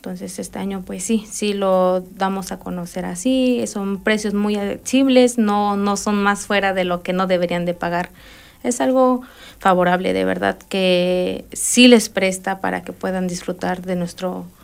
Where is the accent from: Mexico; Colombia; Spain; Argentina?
Mexico; Las Nieves; todos los que somos ahí de Las Nieves